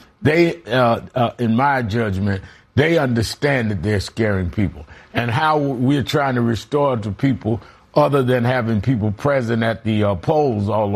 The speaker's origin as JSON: {"language": "English", "town": "New York City", "region": "New York", "country": "United States", "tie": "born or raised there", "said": "Even if you were born and raised in Brooklyn like I was"}